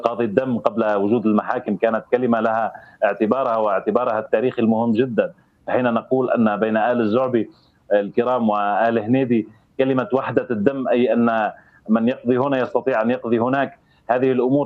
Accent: Syria; نتغنى بها جميعا كسوريين قبل أن نكون كموحدين،

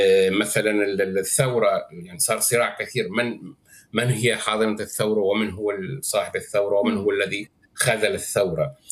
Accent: Syria; نحن نحتاج كسوريين

